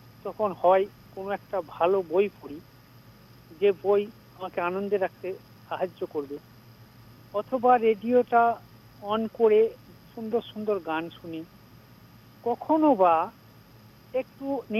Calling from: Purba Bardhaman, West Bengal, India; পশ্চিমবঙ্গ রাজ্যের পূর্ব বর্ধমান থেকে আমি

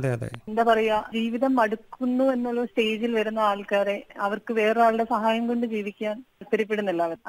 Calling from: Kanimangalam, Kerala, India; Kanimangalam.

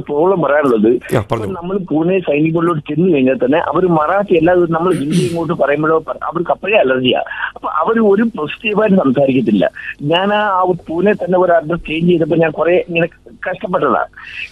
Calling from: Ochira, Kerala, India; ഓച്ചിറ എന്റെ കേരളത്തിൽ

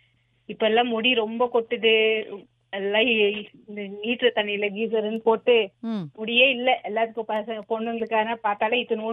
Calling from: Mysore, Karnataka, India; Tamil is a second language; நாங்க மைசூர்.

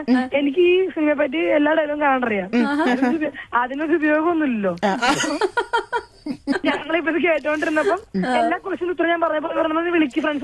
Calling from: Kochi, Kerala, India; Kadavanthra.

